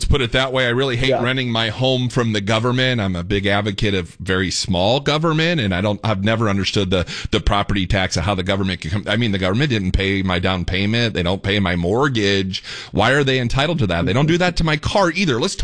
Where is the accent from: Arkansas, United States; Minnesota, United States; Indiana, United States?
Indiana, United States; now in Fort Worth, United States; I mean, I'm a transplant here. I came from Indiana in 17, and we moved over to the Fort Worth side because it just seems to be a little bit laid back, slower, a little bit different than Dallas.